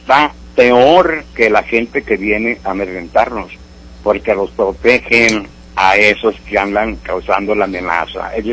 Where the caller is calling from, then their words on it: Torreón, Coahuila, Mexico; yo soy de Torreón